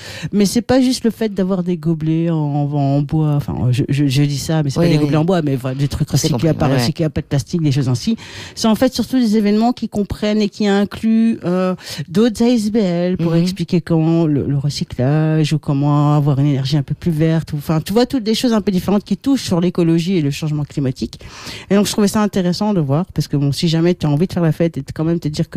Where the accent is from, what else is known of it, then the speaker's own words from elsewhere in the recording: Belgium; chez nous en Belgique